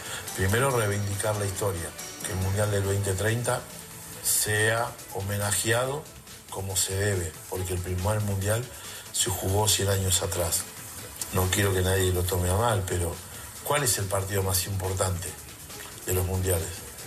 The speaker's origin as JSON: {"language": "Spanish", "country": "Argentina", "said": "Y yo también, porque somos argentinos y porque estamos orgullosos."}